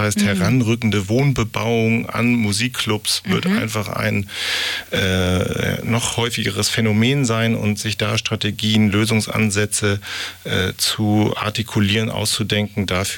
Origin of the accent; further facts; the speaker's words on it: Hamburg, Germany; Das ist, nehmen wir auch als Hamburgerin wiederum viel mit.